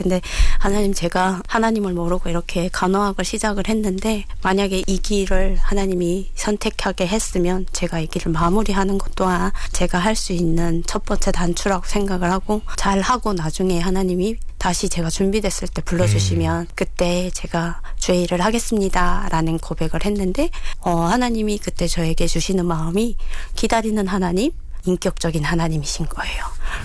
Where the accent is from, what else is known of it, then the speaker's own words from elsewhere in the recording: North Korea; born there; 지금부터 감사하는 삶을 내가 살아가는 게 내가 자네로서의 도리구나를 그때 이제 느껴서 북한에서 태어난 게